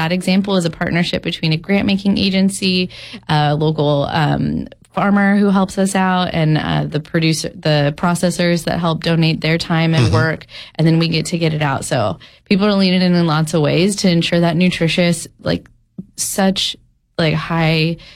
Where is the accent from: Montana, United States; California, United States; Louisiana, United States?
California, United States; born or raised there